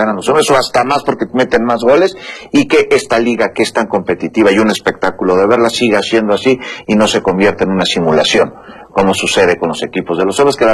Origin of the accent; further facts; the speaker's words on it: Mexico; los mexicanos somos norteamericanos